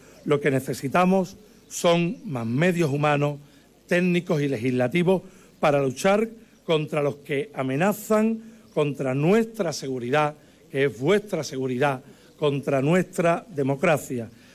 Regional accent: Ayamonte, Andalusia, Spain; los ayamontinos

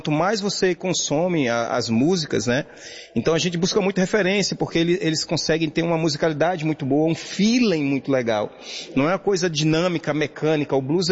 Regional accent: Fortaleza, Ceará, Brazil; Esse ambiente aqui maravilhoso, somos de Fortaleza, né?

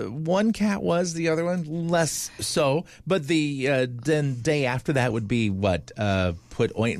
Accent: United States; I'm an American.

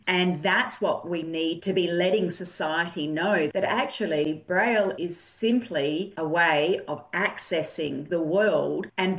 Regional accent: Adelaide, South Australia, Australia; And how exciting that it's in my hometown of Adelaide too, which is just fabulous.

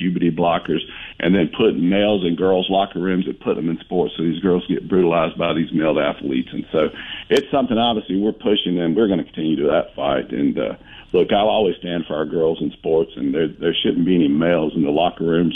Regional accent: Fort Rucker, Alabama, United States; most of the people that I grew up with around Fort Rucker, their dads were Vietnam pilots.

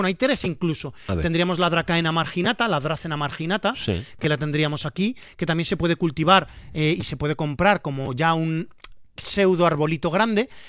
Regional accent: Valencian Community, Spain

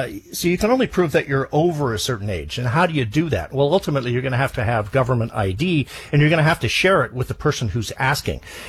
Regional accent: British Columbia, Canada; I grew up in British Columbia. It was quite clear to me then that very few benefits ever made it over the Rocky Mountains into British Columbia from the big money pot in Ottawa.

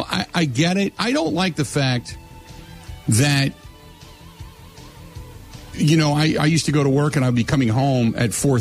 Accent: Ohio, United States; moved away; So when I grew up in Ohio, you're on the back end of Eastern time zone.

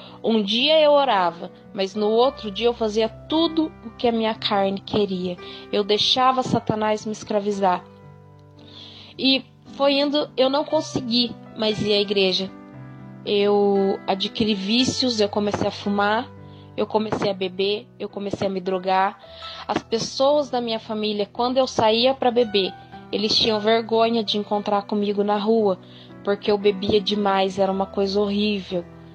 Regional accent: São Paulo, Brazil

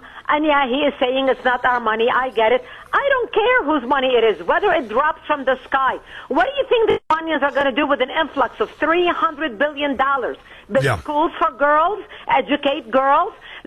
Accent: Lebanon; now in United States; As a Lebanese, as somebody who was born and raised in Lebanon, and as somebody who worked in Israel, as somebody who comes from the Middle East

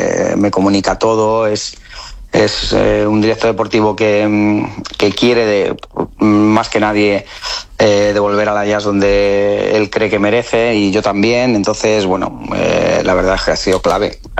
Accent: Vallecas, Community of Madrid, Spain; Como vallecano, como rayis

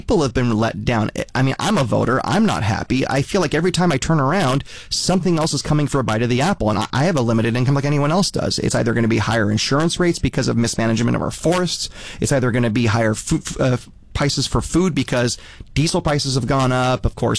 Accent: Fresno, California, United States; I was born and raised in Fresno, grew up in a small family business.

